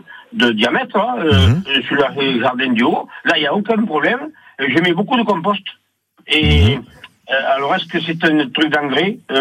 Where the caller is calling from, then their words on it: Saint-Martial-d'Artens, Nouvelle-Aquitaine, France; Saint-Martial-d'Artensé.